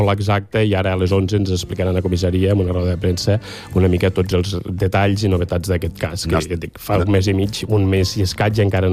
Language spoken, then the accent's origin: Catalan; Lleida, Catalonia, Spain